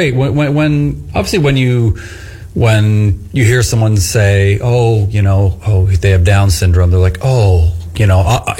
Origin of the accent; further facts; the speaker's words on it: Cobourg, Ontario, Canada; now in Port Hope, Canada; it's my hometown